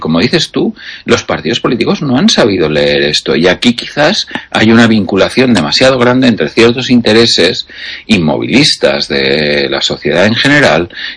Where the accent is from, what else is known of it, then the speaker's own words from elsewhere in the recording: Zaragoza, Aragon, Spain; si yo volviera a mi ciudad natal, que es Zaragoza, yo desearía vivir donde había vivido toda mi vida